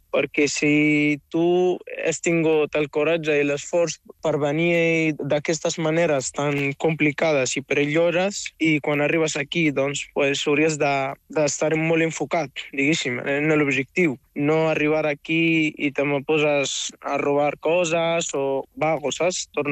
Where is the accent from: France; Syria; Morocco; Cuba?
Morocco; now in Spain; Com a migrant marroquí, sí.